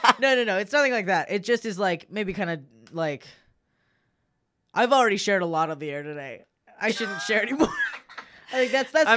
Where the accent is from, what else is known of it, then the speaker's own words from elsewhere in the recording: Canada; I'm Canadian.